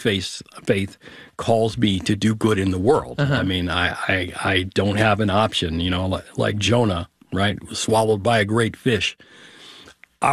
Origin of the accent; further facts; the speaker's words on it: Westfield, New Jersey, United States; I grew up in Westfield, New Jersey, when there were, riots after Dr. King was shot in Newark